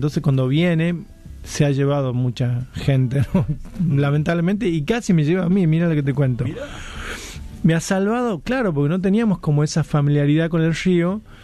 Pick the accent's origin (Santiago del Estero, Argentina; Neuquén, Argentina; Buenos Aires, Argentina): Santiago del Estero, Argentina; Frías; El mejor jugador de básquet para muchos que ha dado mi pueblo natal, Frías.